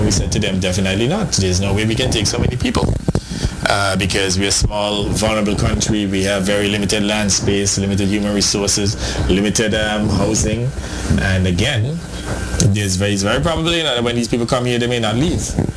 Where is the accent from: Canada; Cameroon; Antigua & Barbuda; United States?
Antigua & Barbuda